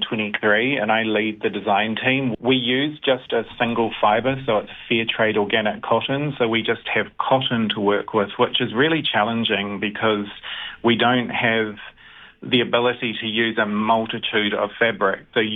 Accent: Wanaka, Otago, New Zealand; moved away as an adult; also born or lived in Wellington; when I was growing up in Wanaka

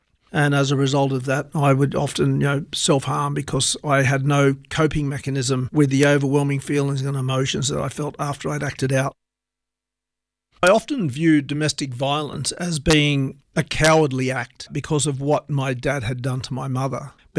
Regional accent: Wilcannia, New South Wales, Australia; And on one occasion when we were living on the riverbank in Wilcannia, my hometown

